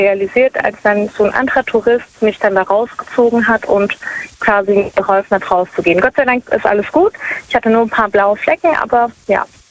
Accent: Baden-Württemberg, Germany; Ich komme aus der Nähe von Stuttgart.

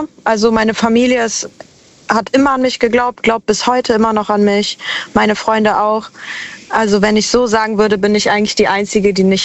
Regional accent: Cologne, North Rhine-Westphalia, Germany; Ich bin aus Köln.

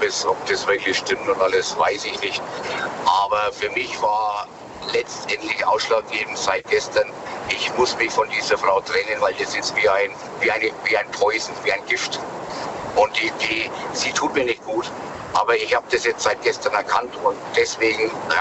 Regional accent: Nuremberg, Bavaria, Germany; Wir sind jetzt erstmal hier in Franken. Also ich komme aus Nürnberg und Nürnberg gehört nicht zu Bayern.

